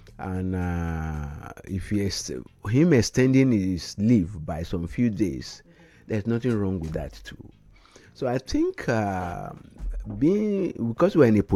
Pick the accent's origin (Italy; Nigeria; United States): Nigeria; But you see, our destiny as a Nigerian differ from that of South Africa and Egypt.